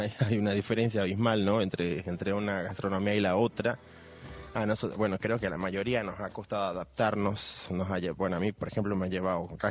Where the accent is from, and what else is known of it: Venezuela; moved away